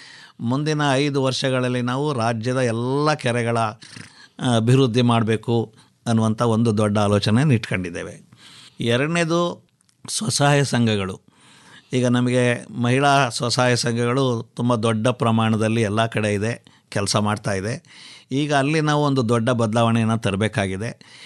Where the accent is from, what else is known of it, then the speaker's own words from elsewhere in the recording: Mandya district, Karnataka, India; ನಾವು ಮಂಡ್ಯ ಜಿಲ್ಲೆಯವರೇ, ಅಲ್ಲಿ ನಮ್ಮ ಬೋರ್ಡಲ್ಲಿರುವಂಥವರೆಲ್ಲ ಸಾಕ ಎಲ್ಲರೂ ಮಂಡ್ಯ ಜಿಲ್ಲೆಯಲ್ಲೇ ಇದ್ದೀವಿ, ಅಲ್ಲೇ ಕೆಲಸ ಮಾಡ್ತಾ ಇದ್ದೀವಿ.